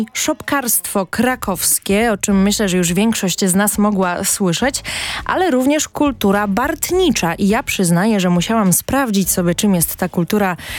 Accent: Podlaskie Voivodeship, Poland; Ja uczyłam się nawet plecionkarstwa, będąc w przedszkolu, a jestem z Podlasia, także i tam ta kultura dotarła.

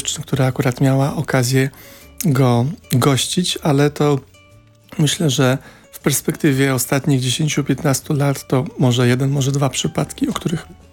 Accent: Białobrzegi, Masovian Voivodeship, Poland; jesteśmy z Białobrzegów nad Pilicą.

